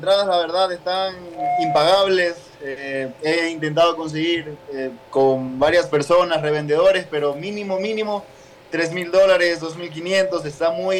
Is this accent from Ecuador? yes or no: yes; Ecuador; now in Mexico; habrán ido unos 80 ecuatorianos, hicimos comunidad todos, muy felices por el triunfo, nos fuimos al Ángel de la Independencia, que es muy típico de acá